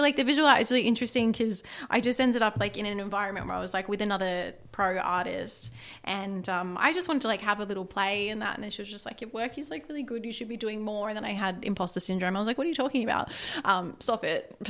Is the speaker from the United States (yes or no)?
no; Australia; I'm Australian.